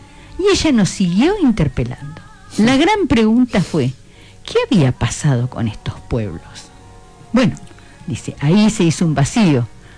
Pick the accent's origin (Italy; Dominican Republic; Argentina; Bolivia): Argentina; me preguntó de dónde era. Y le dije, soy argentino.